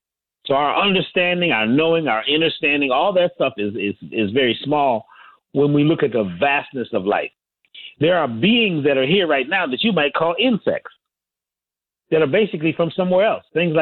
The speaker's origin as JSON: {"language": "English", "region": "Connecticut", "country": "United States", "tie": "born or raised there", "said": "Well, I grew up in Connecticut, which when I grew up, it was a UFO or a sightings hotspot."}